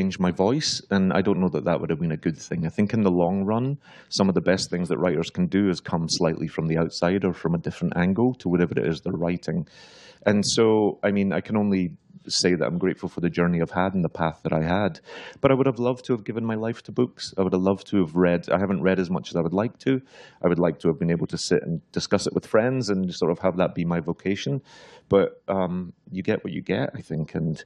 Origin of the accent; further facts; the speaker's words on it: Glasgow, Scotland, United Kingdom; But I grew up in Glasgow in the 80s, in a very sort of, in a neighborhood that was really affected by Thatcherism.